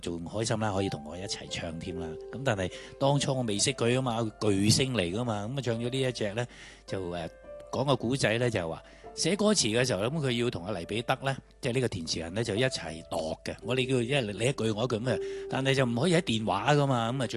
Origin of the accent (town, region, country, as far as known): Hong Kong